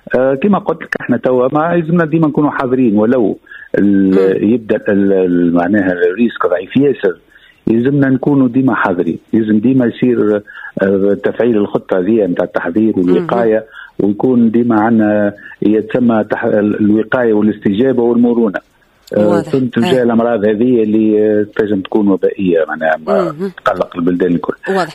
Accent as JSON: {"language": "Arabic", "country": "Tunisia", "said": "عندنا في تونس"}